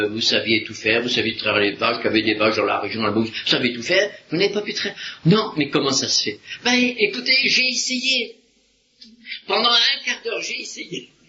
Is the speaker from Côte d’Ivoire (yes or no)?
no; Hauts-de-France, France